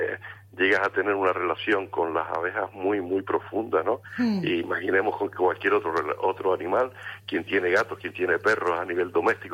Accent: Canary Islands, Spain; en Canarias somos unos 1.250 apicultores

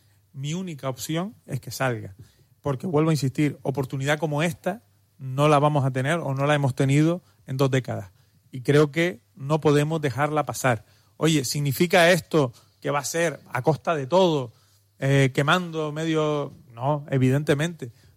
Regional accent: Telde, Canary Islands, Spain; vengo de Telde.

